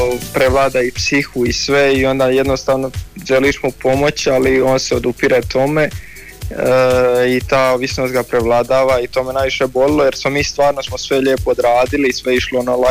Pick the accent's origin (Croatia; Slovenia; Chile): Croatia; Benkovac, Zadar County; imam 20 godina, dolazim iz Benkovca, iz Dalmacije